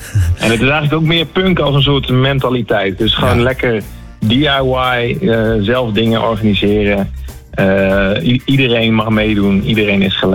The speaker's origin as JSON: {"language": "Dutch", "town": "Midwolda", "region": "Groningen", "country": "Netherlands", "said": "Ik kom uit Midwolda"}